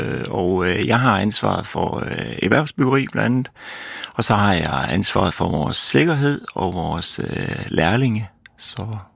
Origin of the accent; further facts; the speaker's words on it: Central Denmark Region, Denmark; Vi er vestjyder